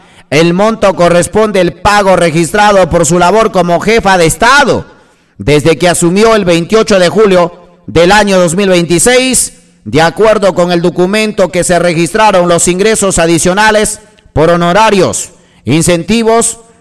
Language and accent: Spanish; Peru; Por algo, señores, somos peruanos. Por algo somos peruanos.